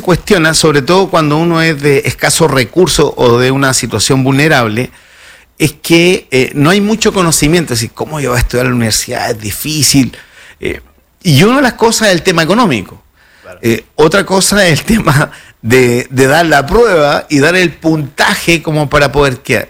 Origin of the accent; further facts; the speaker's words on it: Chillán, Ñuble, Chile; Yo soy de Chillán y yo llegué a la universidad